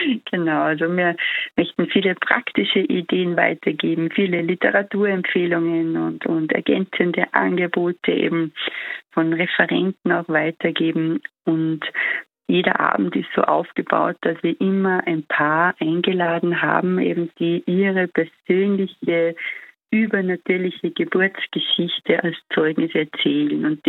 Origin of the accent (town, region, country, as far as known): Salzburg, Austria